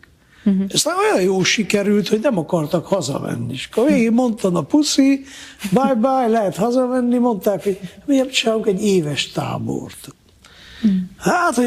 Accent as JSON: {"language": "Hungarian", "town": "Miercurea Ciuc", "region": "Harghita", "country": "Romania", "tie": "born or raised there", "said": "Hát ugye én Csíkszeredában nőttem fel, ott vannak ferencesek, Csíksomjól"}